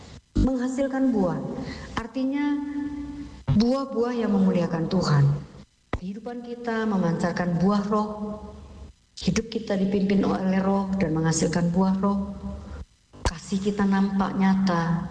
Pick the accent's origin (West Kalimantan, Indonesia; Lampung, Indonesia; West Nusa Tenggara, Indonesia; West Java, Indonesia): West Nusa Tenggara, Indonesia; Lombok; moved away as an adult; Seperti saya merantau 35 tahun lebih. Saya merantau dari Lombok. Ketika saya pergi dari rumah, ayah saya berkata, baik-baik di tempat orang.